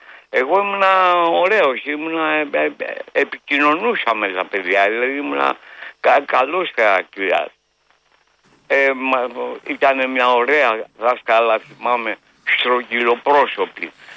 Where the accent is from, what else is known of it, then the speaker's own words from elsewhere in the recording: Athens, Attica, Greece; born there; Γεννήθηκε στην Πλάκα, όπως γεννήθηκα και εγώ